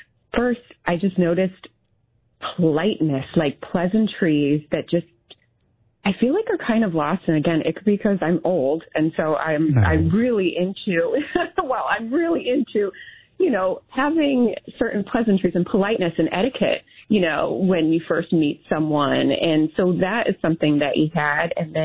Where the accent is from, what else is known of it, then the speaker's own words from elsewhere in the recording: New York, United States; He has some ties here, and I do, too. I'm from New York.